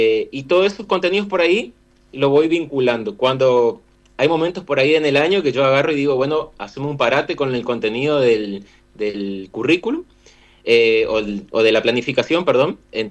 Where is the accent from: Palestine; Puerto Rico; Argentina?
Argentina; Oberá, Misiones; yo soy de Oberá